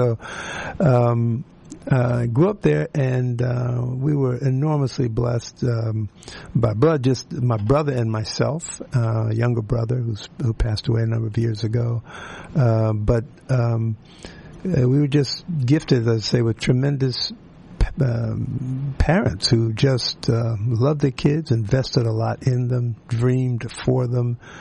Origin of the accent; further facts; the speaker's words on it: Philadelphia, Pennsylvania, United States; In Philadelphia, absolutely, yeah.